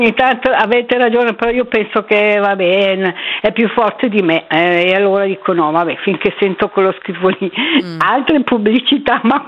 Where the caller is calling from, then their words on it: Lecco, Lombardy, Italy; chiamo da Lecco.